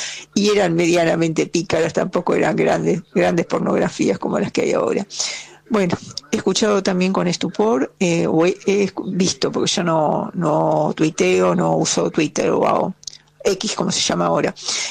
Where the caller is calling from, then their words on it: Buenos Aires, Argentina; del Cid Campeador